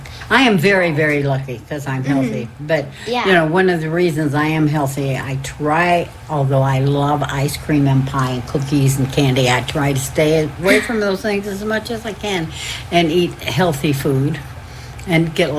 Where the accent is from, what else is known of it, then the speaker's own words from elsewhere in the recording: Texas, United States; moved away; I'm from Texas originally.